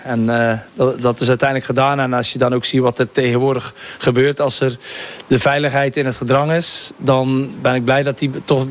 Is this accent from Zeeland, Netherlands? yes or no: yes; Zeeland, Netherlands; Als geboren en getogen Zeeuw ben je heel blij met 2 etappes in Zeeland.